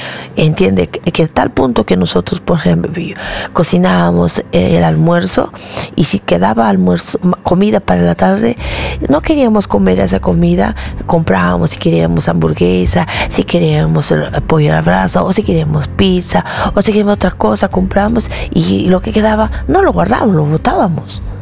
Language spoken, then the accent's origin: Spanish; Huancayo, Junín, Peru; moved away; antes éramos como personas allá de la sierra, mi esposa es de Ayacucho, yo soy de Huancayo, humildes